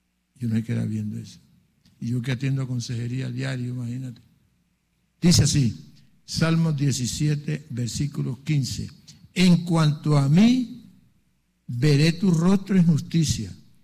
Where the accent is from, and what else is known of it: Colombia